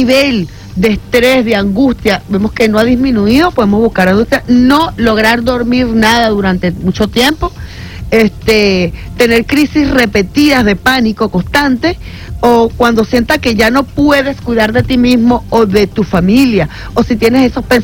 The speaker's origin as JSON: {"language": "Spanish", "country": "Venezuela", "said": "somos venezolanos y venezolanas con guáramo"}